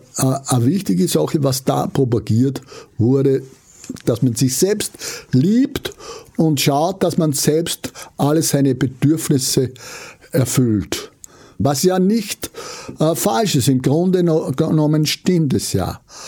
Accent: Freistadt, Upper Austria, Austria; Ich bin in Freistadt im Müllviertel, das ist 40 Kilometer nördlich von Linz, aufgewachsen auf einem Bauernhof und meine Eltern betrieben eine Landwirtschaft

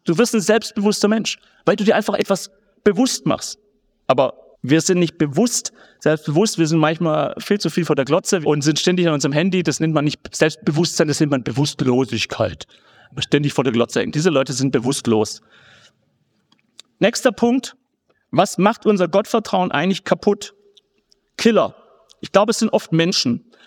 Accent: Gaildorf, Baden-Württemberg, Germany; Meine Mutter Religionsunterricht in Geildorf, wo ich herkomme, im Schwabenland. Das heißt wirklich so Geildorf.

